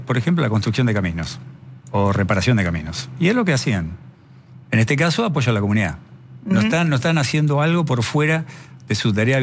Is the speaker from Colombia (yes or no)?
no; Rosario, Santa Fe, Argentina; Oriundo Rosario, Santa Fe